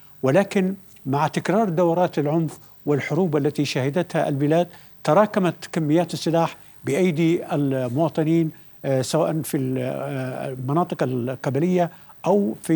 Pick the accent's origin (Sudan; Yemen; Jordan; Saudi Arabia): Yemen